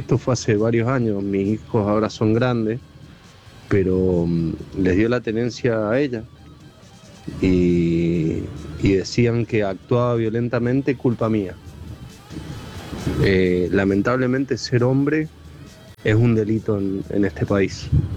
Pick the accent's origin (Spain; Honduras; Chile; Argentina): Argentina; Comodoro Rivadavia, Chubut; Soy de Comodoro Rivadavia.